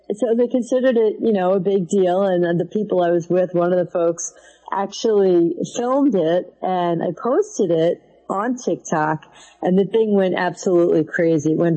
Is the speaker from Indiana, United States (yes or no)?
no; New York City, New York, United States; also born or lived in Yonkers, New York; I was born in the Bronx and raised in both the Bronx and Yonkers, so I too am a New York girl.